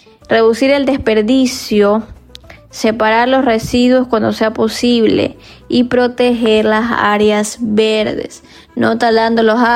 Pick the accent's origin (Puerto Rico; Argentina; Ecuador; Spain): Ecuador; Estamos aquí en Ecuador, somos ecuatorianos